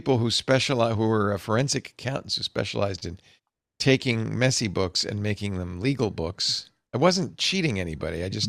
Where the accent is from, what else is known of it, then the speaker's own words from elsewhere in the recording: Rhode Island, United States; And I said, oh, nice. So I grew up there.